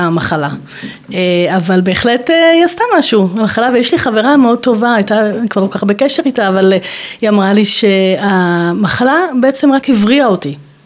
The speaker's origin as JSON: {"language": "Hebrew", "town": "Hadera", "region": "Haifa District", "country": "Israel", "tie": "born there", "said": "נולדתי בחדרה, משפחה נורמטיבית לחלוטין, מראשוני חדרה, ממש עם היסטוריה יפה כזו"}